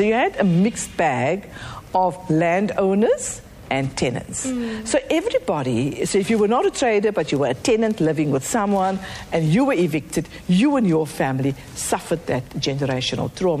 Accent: South Africa; Of course, as a nation, we are South African.

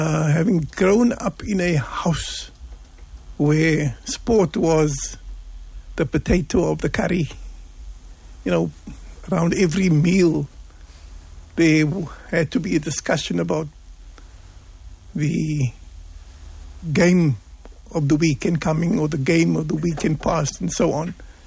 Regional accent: Cape Town, Western Cape, South Africa; been born from Bullkop, Cape Town parents, growing up in the Bullkop, sport was part of the culture. And we used to play cricket on the cobblestones of the Bullkop.

